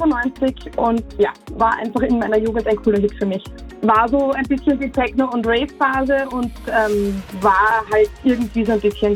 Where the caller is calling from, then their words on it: Vienna, Austria; Ich bin aus Wien und ich höre natürlich pausenlos Krone Hit, so oft es halt geht.